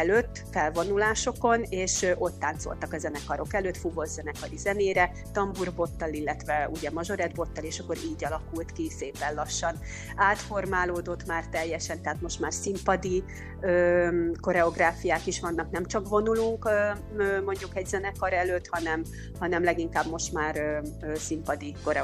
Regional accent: Barcs, Somogy, Hungary; now in Baranya County, Hungary; Én Barcson kezdtem, onnan származom, csak mivel elköltöztem otthonról

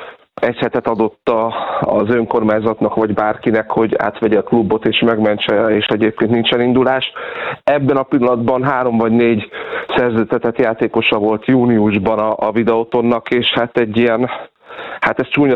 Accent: Székesfehérvár, Fejér, Hungary; ezt sokan tudják róla, hogy én fehérvári vagyok, én ott nőttem föl, és ebben a klubban is sportoltam sokáig.

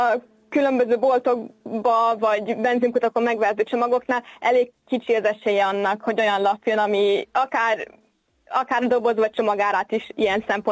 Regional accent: Hungary; Így van, de hát ugye magyarok vagyunk

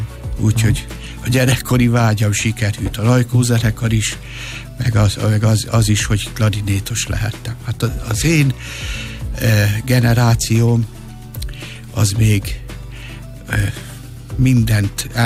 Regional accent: Zalaegerszeg, Zala, Hungary; born there; also born or lived in Győr; akkor már ugye Zalaegerszegen laktunk, egyébként Győrbe születtem, ott laktunk akkor már Zalaegerszegen, olyan 8-9 éves

